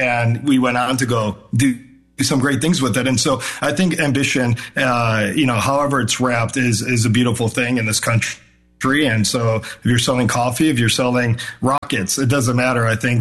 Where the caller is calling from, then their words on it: Chicago, Illinois, United States; I'm coming in from Chicago, so just down the block from y'all.